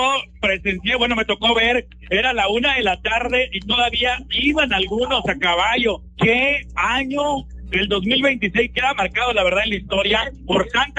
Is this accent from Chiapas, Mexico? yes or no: yes; Pijijiapan, Chiapas, Mexico; yo soy de Pijijiapan, mi papá también fue comunero, ahora es mi mamá la representante